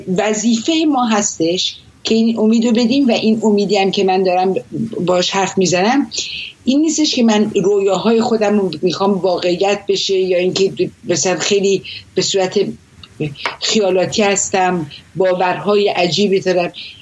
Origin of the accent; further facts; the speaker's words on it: Iran; now in Paris, France; توی اون مملکت بزرگ شدم